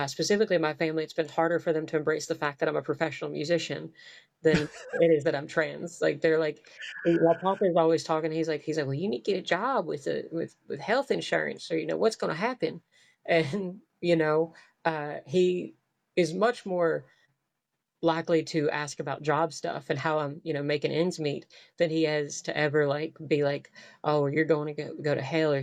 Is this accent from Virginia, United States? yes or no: yes; Virginia, United States; And so I ended up moving back home and really embracing the fact that I'm from the Blue Ridge Mountains of southwestern Virginia.